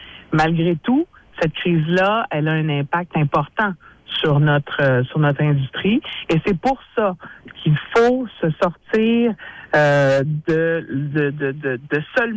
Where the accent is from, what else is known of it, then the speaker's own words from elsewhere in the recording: Quebec, Canada; chez nous au Québec